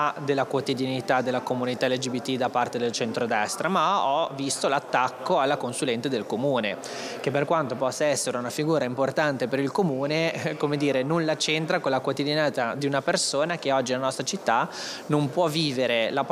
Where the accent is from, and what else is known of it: Genoa, Liguria, Italy